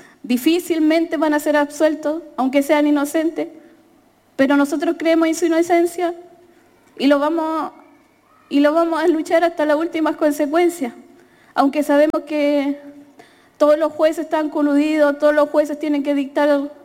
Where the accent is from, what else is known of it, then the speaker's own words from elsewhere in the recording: Temucuicui, Araucanía, Chile; Me siento orgullosa de ser de Temucuicui